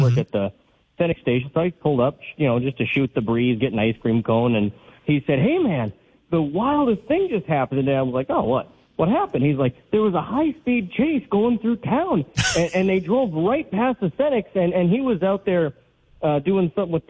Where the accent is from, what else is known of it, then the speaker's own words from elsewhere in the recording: Edmore, United States; But it was 2018, and I'm from Edmore.